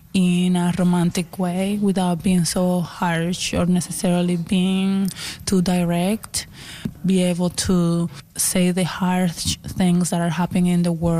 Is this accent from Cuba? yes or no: yes; Cuba; moved away as an adult; I grew up in Cuba